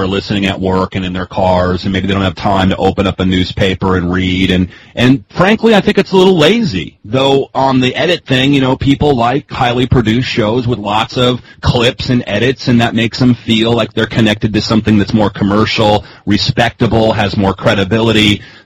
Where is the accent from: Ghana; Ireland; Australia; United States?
Ireland; You know, I'm Irish, and the old adage is some people see the glass as half empty, some people see the glass as half full.